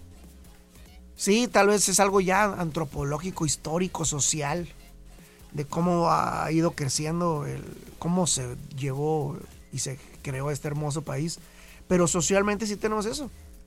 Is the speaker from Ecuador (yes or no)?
no; Mexico; Nadie las va a tener más que nosotros como mexicanos.